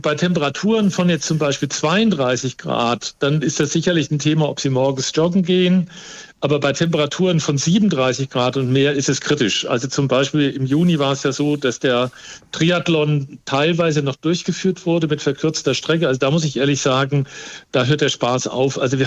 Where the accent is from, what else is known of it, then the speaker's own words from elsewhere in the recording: Frankfurt, Hesse, Germany; ich bin in Frankfurt aufgewachsen